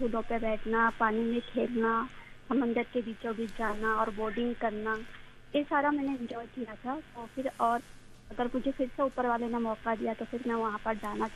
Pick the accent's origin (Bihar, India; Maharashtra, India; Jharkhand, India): Maharashtra, India; Mumbai; क्योंकि मैं मुंबई से बिलोंग करती हूँ।